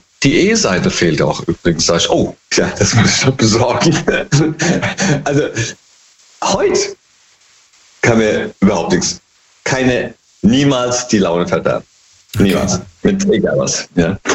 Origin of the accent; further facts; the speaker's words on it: Hesse, Germany; Hey, aus dem Rheingau immer noch.